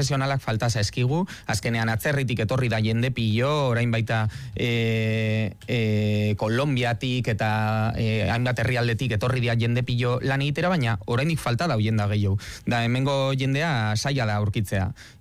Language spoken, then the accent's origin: Basque; Amurrio, Basque Country, Spain; also born or lived in Bilbao; Bilbon jaioa, bai, baina, bueno, Amurrioarra